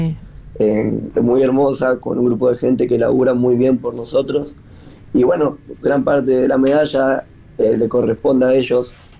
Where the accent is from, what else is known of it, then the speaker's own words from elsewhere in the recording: Rosario, Santa Fe, Argentina; soy un pibe de Rosario